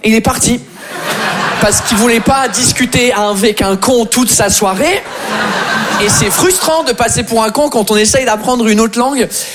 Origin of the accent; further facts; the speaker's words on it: England, United Kingdom; French is a second language; moved away as an adult; now in France; je suis anglais. Est-ce que par hasard, il y a des anglais dans la salle ce soir avec moi ?